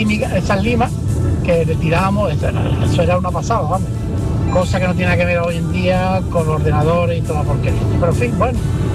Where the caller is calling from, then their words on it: Cádiz, Andalusia, Spain; Hola, buenas tardes, Javier. Buenas tardes a todos. … de Cádiz.